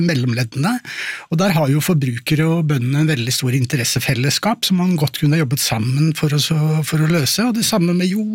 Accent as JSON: {"language": "Norwegian", "region": "Oslo", "country": "Norway", "tie": "born or raised there", "also_born_or_lived": "Sweden", "said": "jeg som de fleste andre i Oslo, jeg er Oslo-gutt, jeg er født i Sverige riktig nok, men jeg vokste opp med foreldre som var innflyttere fra bygda"}